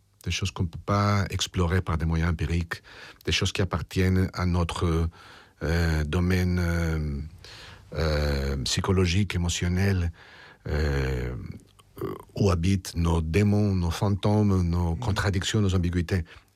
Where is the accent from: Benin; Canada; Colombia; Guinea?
Colombia; moved away as an adult; also born or lived in Barcelona, Spain / Paris, France; now in Madrid, Spain; j'ai vécu 13 ans à Barcelone. Ensuite, je suis rentré en Colombie. Et après 11 ans, je suis venu à Paris pour faire ce livre et pour m'installer maintenant à Madrid.